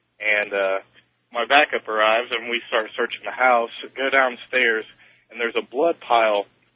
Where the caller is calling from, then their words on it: Ohio, United States; I'm a police officer in Ohio.